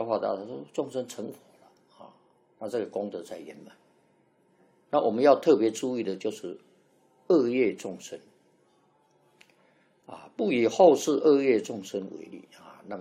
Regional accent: China

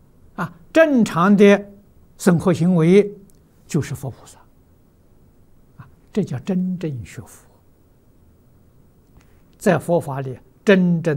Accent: China; 我们中国人讲二六啊

